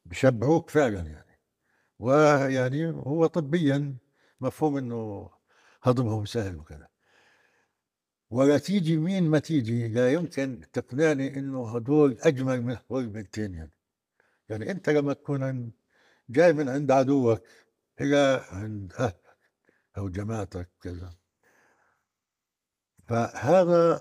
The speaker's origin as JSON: {"language": "Arabic", "town": "Gaza", "region": "Gaza Strip", "country": "Palestine", "moved": "yes", "said": "أنا طويل من غزة"}